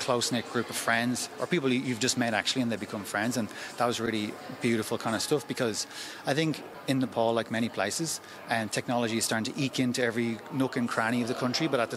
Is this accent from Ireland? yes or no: yes; Dublin, Leinster, Ireland; now in Australia; So again, I try and make it back to Dublin when I can, and to see my family, of course, and bring the family with me as well. I'll always be Irish